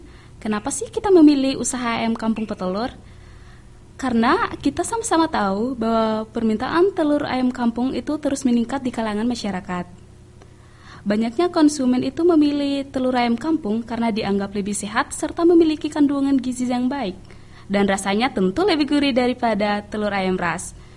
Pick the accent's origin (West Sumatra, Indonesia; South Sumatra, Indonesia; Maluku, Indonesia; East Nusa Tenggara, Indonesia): East Nusa Tenggara, Indonesia; Sumba; now in Bali, Indonesia; saya juga berasal dari Sumba